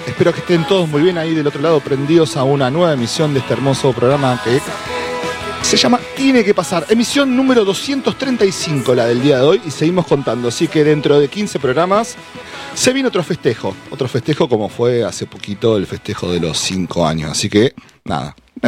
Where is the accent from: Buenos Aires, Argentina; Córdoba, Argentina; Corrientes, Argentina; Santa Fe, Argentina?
Santa Fe, Argentina; Casilda; si están por el sur de la provincia de Santa Fe, más precisamente en mi ciudad natal, Casilda, nos pueden escuchar en FM 105.1 Radio Rock 24.